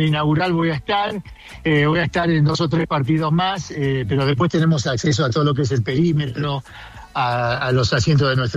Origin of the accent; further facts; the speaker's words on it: Argentina; also born or lived in United States; now in Mexico City, Mexico; Muchos años en Argentina. Nací en Estados Unidos, pero... muchos años criado allá.